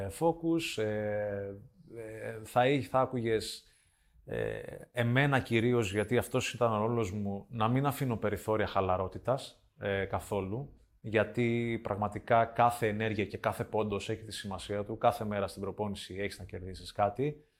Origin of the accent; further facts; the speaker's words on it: Greece; είμαι προφανώς αντίθετος ως Έλληνας